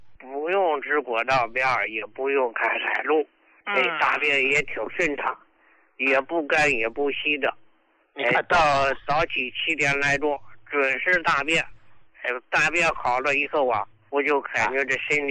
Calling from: Hebei, China; 哎呀，胡老师，我是河北的，可是你的老朋友来呀

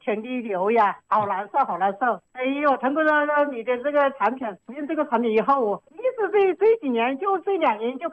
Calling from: Hunan, China; 我是湖南的。

